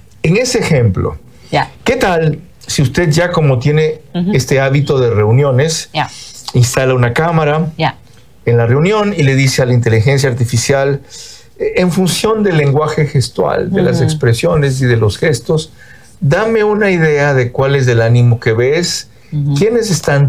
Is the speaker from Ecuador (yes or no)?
yes; Bahía de Caráquez, Manabí, Ecuador; en Bahía de Cara, que es mi tierra